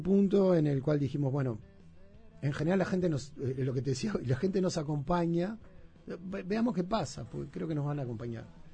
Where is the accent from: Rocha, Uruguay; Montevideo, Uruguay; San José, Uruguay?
Montevideo, Uruguay; Yo vivía cerca de ahí. Como niño me crié en Villa Dolores.